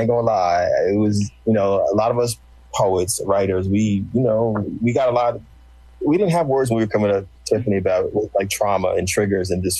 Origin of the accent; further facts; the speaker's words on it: New Jersey, United States; I didn't know that I was from North Jersey. There's a Central Jersey, then there's a South Jersey.